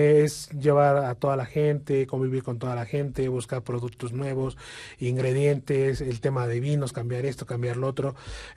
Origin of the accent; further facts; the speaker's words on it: Mexico; Mis padres, mis hermanos, hoy sí creo que somos unos buenos mexicanos que tratamos de hacer lo mejor cada día de a lo que nos dedicamos y nos sentimos orgullosos de ser mexicanos. En cada parte donde vamos, siempre decimos somos mexicanos.